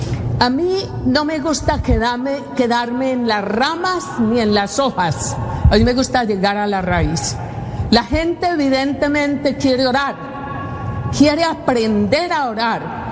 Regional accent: Colombia; aún en mi tierra, en Colombia.

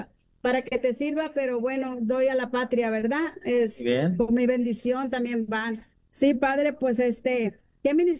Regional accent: Mexico; now in United States; Yo soy de México.

